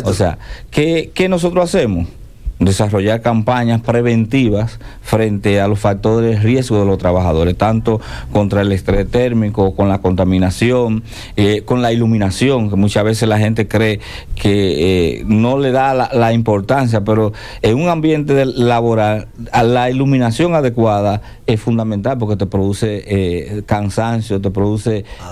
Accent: La Vega, Dominican Republic; Somos de la Vega.

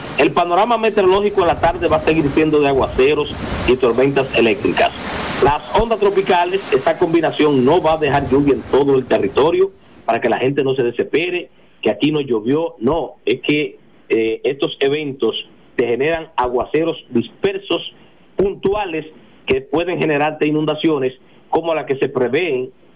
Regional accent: Monte Cristi, Dominican Republic; moved away; en Montecristi, allá en mi patria chica

